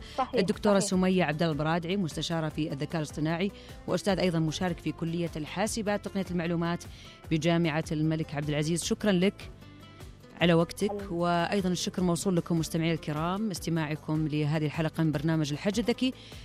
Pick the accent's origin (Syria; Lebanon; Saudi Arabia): Saudi Arabia; احنا نفخر فيها كسعوديين